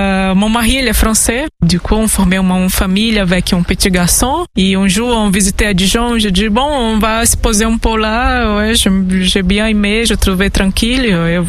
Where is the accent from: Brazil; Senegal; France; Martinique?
Brazil; Belém, Pará; French is a second language; Je suis brésilienne et ma ville c'est Belém, qui c'est en Amazonie, c'est nord du Brésil.